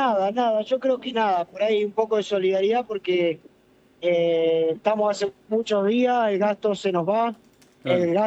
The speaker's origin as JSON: {"language": "Spanish", "town": "Rosario", "region": "Santa Fe", "country": "Argentina", "tie": "born or raised there", "also_born_or_lived": "Neuquén", "moved": "yes", "said": "soy nacido y criado en Rosario, Santa Fe. Por ahí hablo un tiro, unas palabritas en salteño"}